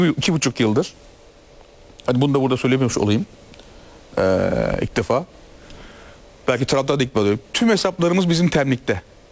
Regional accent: Trabzon, Turkey; Ben Trabzon doğumluyum yani.

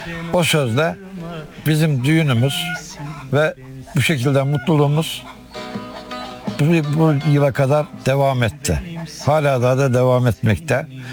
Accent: Afyonkarahisar, Turkey; also born or lived in Kışlacık village, Afyonkarahisar; 1958 doğumluyum. Kışlacık köyünde doğdum. Afyonkarahisar'da merkez köyü. Orada biraz 7-8 yaşlarıma kadar köyde kaldım. Ondan sonra Afyon merkeze yerleştim. Afyon merkezde hayatımı devam ettirdim.

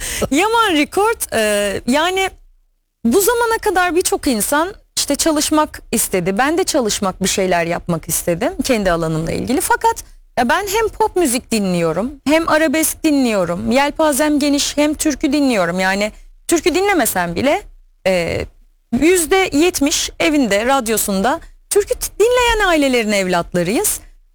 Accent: Istanbul, Turkey; Ben jeofizik mühendisliği okumam bilmediğim bir şehirde dedim ki, İstanbul'da doğdum büyüdüm. İstanbul'da okumak istiyordum.

